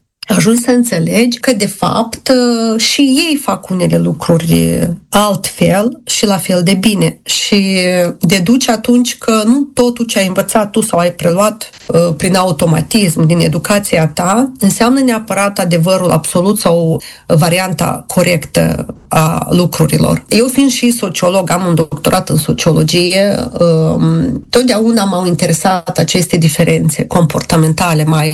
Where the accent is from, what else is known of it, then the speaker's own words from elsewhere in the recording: Moldova; accent: Moldovan; moved away; sunt româncă din Republica Moldova.